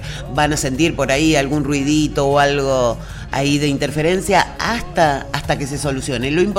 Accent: Arocena, Santa Fe, Argentina; 88.1 Arocena, mi pueblo querido

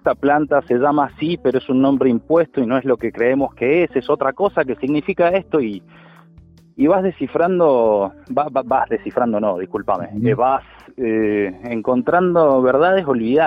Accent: Mendoza, Argentina; y como mendocino te digo, yo no salgo a comer a bodega

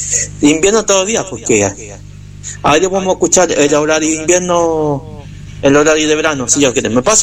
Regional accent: Linares, Maule, Chile; moved away; saludos para mi pueblo, las … de Linares

